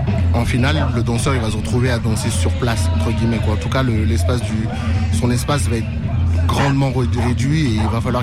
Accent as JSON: {"language": "French", "town": "Lyon", "region": "Auvergne-Rhône-Alpes", "country": "France", "said": "moi, je viens de Lyon."}